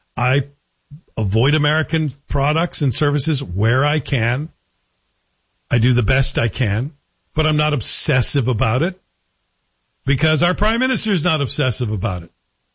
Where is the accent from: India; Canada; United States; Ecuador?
Canada; I just wanted to be there as a Canadian